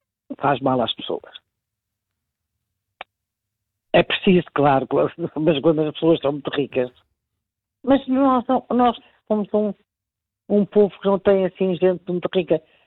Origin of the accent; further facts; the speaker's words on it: Portugal; born there; Eu amo a minha pátria. É o sítio onde eu nasci, é o sítio onde eu vou morrer.